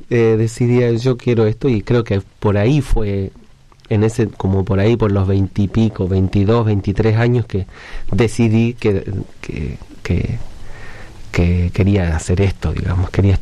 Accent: Chile; now in Neuquén, Argentina; O sea, ahora tengo la misma... Los mismos años en Chile

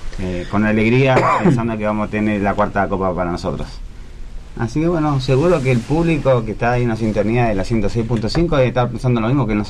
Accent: Argentina; siendo argentino vamos a seguir alentando

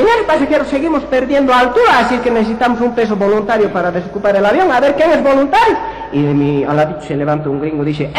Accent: Bolivia

